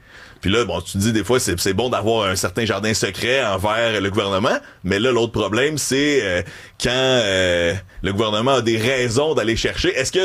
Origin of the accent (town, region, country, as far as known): Quebec, Canada; accent: Québécois